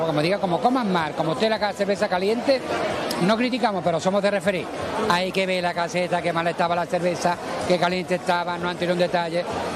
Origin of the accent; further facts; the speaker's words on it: Córdoba, Andalusia, Spain; eso dice mucho de nosotros como andaluces y como cordobeses